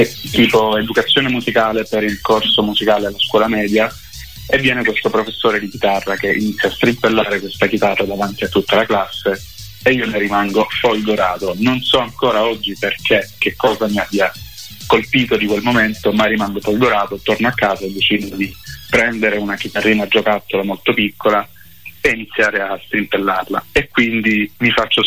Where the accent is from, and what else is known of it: Lecce, Apulia, Italy; born there; moved away as an adult